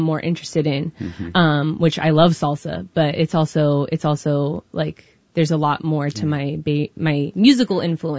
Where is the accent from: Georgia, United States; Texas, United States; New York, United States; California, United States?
California, United States; Redwood City; also born or lived in Mexico; I was born in Mexico to a third generation San Franciscan mother, mm-hmm. and then I was raised mostly in Redwood City.